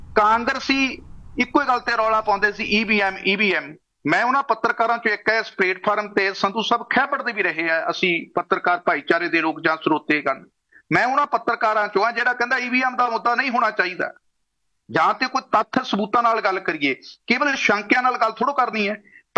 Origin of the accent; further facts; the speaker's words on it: Punjab, India; moved away as an adult; now in Canada; ਅੱਜ ਅਸੀਂ ਕੈਨੇਡਾ ਦੀ ਧਰਤੀ ਤੇ ਬੈਠੇ ਹਾਂ ਜਾਂ ਪੰਜਾਬ 'ਚੋਂ ਅਸੀਂ ਪੰਡ ਗਏ ਸੀ